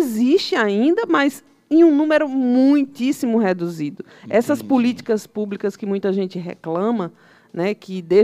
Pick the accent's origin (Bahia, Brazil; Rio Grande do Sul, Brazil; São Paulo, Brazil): Bahia, Brazil; Juazeiro; moved away; eu sou de Juazeiro, entendeu? Juazeiro é sertão.